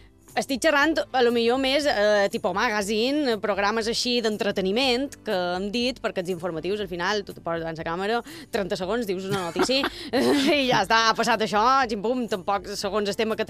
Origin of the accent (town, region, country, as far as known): Sant Ferriol, Balearic Islands, Spain; born or raised there